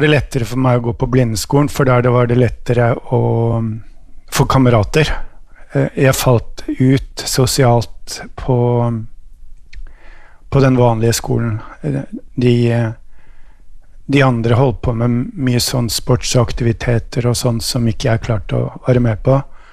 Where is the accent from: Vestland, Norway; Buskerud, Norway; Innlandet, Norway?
Buskerud, Norway; Eggedal; Jeg vokste opp i Eggedal i Buskerud, der opp ved Norefjell. En typisk fjellbygd. Og jeg gikk på skole der, så det var starten.